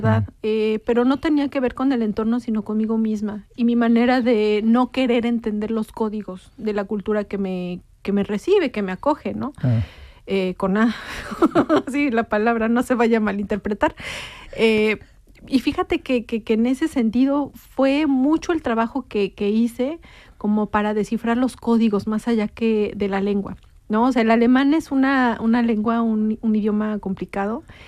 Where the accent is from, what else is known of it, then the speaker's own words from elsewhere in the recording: Puebla, Mexico; moved away as an adult; now in Winterthur, Switzerland; Soy escritora, soy poblana